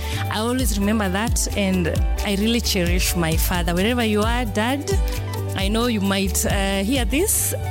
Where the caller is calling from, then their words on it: Nairobi, Kenya; I'm from Nairobi, Kenya.